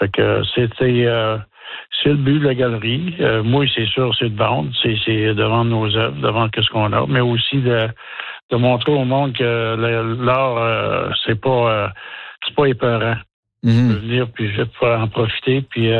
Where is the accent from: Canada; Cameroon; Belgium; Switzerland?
Canada; Montreal, Quebec; Ben j'ai grandi à Montréal avec Jean-Bigot, Maurice Richard.